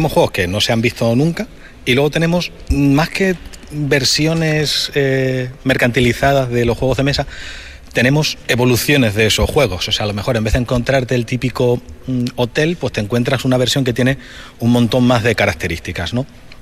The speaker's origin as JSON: {"language": "Spanish", "town": "Badajoz", "region": "Extremadura", "country": "Spain", "said": "somos de aquí de Badajoz"}